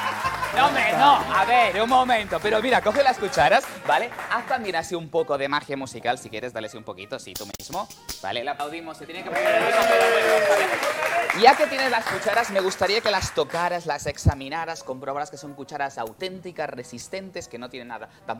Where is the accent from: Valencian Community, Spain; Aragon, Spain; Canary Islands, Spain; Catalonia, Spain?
Catalonia, Spain; que soy catalán.